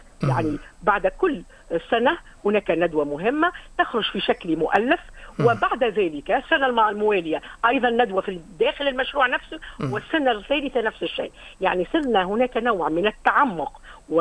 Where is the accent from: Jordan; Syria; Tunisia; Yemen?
Tunisia; Kelibia, Nabeul Governorate; born there; also born or lived in Menzel Temime; أنا بطبيعتي مسقط رأسي ولدت في مقليبيا، في مدينة قليبيا